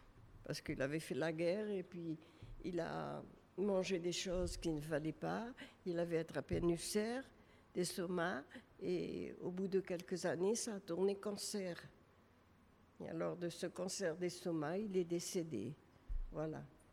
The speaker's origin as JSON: {"language": "French", "country": "Algeria", "moved": "yes", "lives_now": "France", "said": "quand on savait que j'étais d'Algérie"}